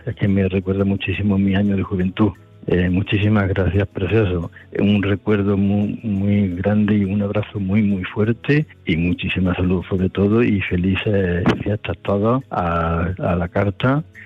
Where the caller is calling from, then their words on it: Córdoba, Andalusia, Spain; de Córdoba